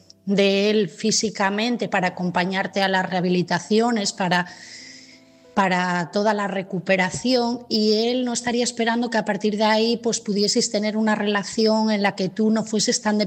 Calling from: Asturias, Spain; de Asturias y mi mensaje esta noche es para Silvia.

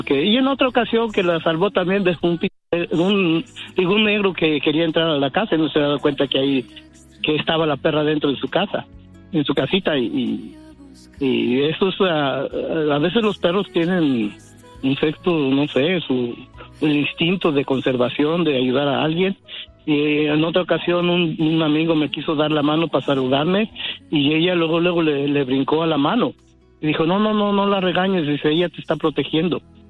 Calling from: Stockton, California, United States; De Stockton.

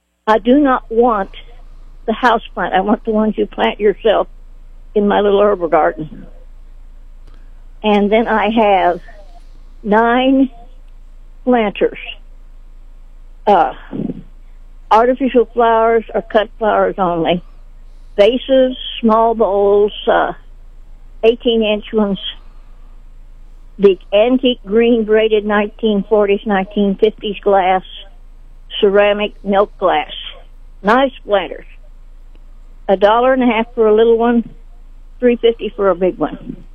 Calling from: Sedalia, Missouri, United States; Okay, I'm calling from Sedalia.

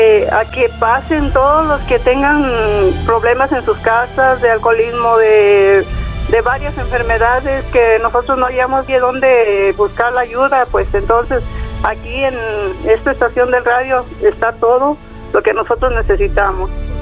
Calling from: Cuquío, Jalisco, Mexico; llamo de Cuquío.

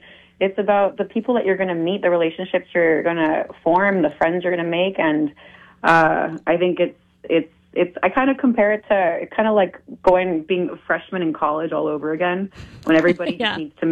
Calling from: Spain; I'm calling from España.

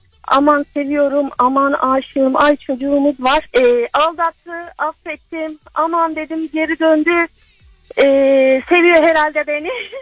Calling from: Istanbul, Turkey; İstanbul'dan arıyorum.

